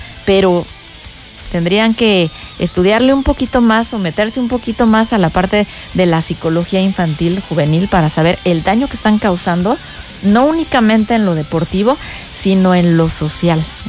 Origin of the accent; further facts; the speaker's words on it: Mexico; lo digo como mexicana